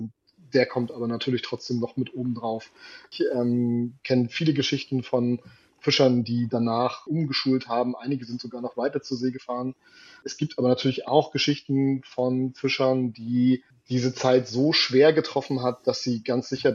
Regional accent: Rostock, Mecklenburg-Vorpommern, Germany; Also ich bin in Rostock geboren, 1989. Meine gesamte Familie kommt aus dem Schiffbau. Und als ich so am Anfang meines Studiums war, wollte ich mich irgendwie mal mit meiner Heimatstadt auseinandersetzen.

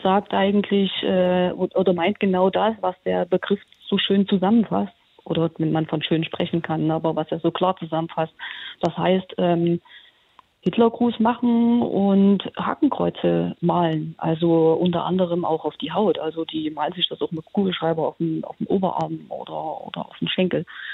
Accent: eastern Germany, Germany; Ich bin hier aufgewachsen, ich lebe hier und habe die Region eigentlich außer zum Studium nie verlassen, habe auch mein ganzes Berufsleben hier verbracht.

